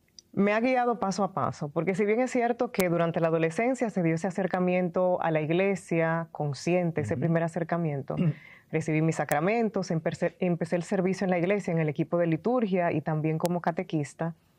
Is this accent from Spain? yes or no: no; Santo Domingo, Dominican Republic; born there; Se transmitía una Eucaristía desde la parroquia en la que yo me congregaba, parroquia Nuestra Señora de Fátima en mi país.